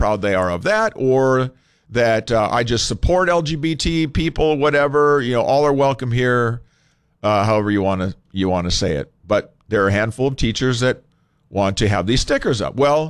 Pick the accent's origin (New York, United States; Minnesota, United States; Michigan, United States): Minnesota, United States; I grew up down in the Twin Cities area. I'm a fan of the University of Minnesota, which there aren't many of us up here